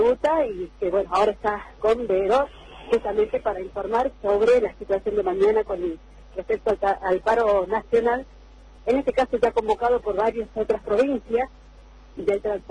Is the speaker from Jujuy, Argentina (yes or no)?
yes; Jujuy, Argentina; como provincia, como ciudadanos jujeños